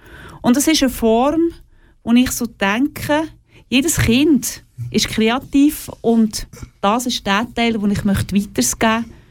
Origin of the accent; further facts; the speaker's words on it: Sursee, Lucerne, Switzerland; also born or lived in Oberkirch; ich bin zwar in Sursee geboren und auch dort aufgewachsen und nachher in Oberkirch.